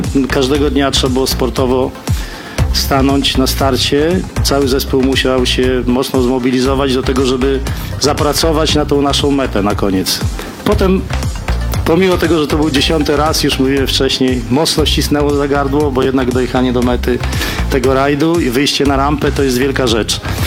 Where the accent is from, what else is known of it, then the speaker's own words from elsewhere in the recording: Białystok, Podlaskie Voivodeship, Poland; Białystok Podlaskie, jestem stąd